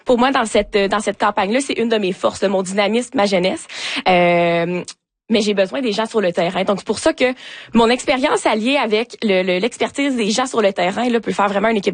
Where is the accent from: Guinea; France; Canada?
Canada; Rouyn-Noranda, Quebec; je suis née ici, j'ai grandi à Rouyn-Noranda, puis je suis de retour en région. J'ai quitté, là, après mes études secondaires pour Québec